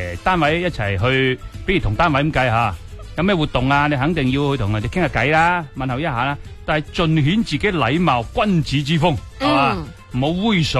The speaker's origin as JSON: {"language": "Cantonese", "region": "Guangdong", "country": "China", "said": "我哋广东人饮汤水噶嘛"}